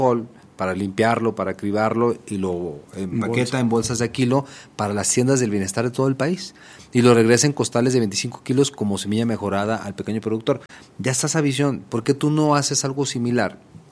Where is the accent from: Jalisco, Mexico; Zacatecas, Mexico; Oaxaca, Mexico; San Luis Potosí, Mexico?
Zacatecas, Mexico